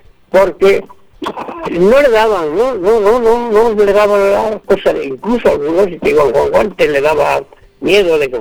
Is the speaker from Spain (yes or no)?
yes; Cejas de Aliste, Castile and León, Spain; pero digo, es mentira, yo no soy de Rabanales. Yo soy de Cejas de Aliste.